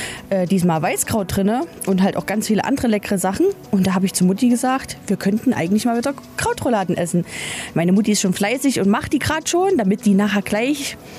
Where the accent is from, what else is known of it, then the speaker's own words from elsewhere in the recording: Teuchern, Saxony-Anhalt, Germany; ich komme aus Teuchern.